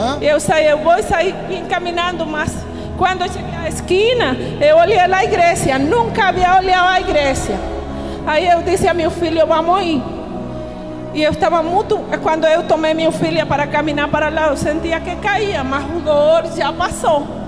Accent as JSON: {"language": "Portuguese", "country": "Venezuela", "second_language": "Portuguese", "lives_now": "Vila Nova, Brazil", "said": "Eu sou venezuelana, eu moro aqui em Vila Nova."}